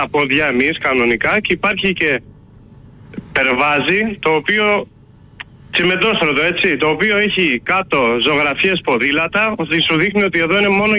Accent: Attica, Greece; Φανταστείτε, μεγάλωσα στο ψηδί, στο Φυσίο, πρωτού γίνει πλακόστρωτο.

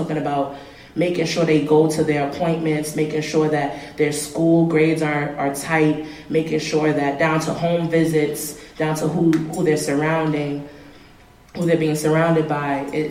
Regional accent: Bronx, New York, United States; I'm from the Bronx, but a lot of my friends live in Harlem.

